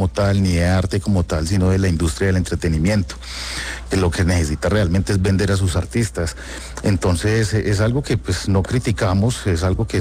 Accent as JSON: {"language": "Spanish", "town": "Medellín", "region": "Antioquia", "country": "Colombia", "tie": "born or raised there", "said": "yo que soy de Medellín y crecí en Medellín en los 80s y 90s"}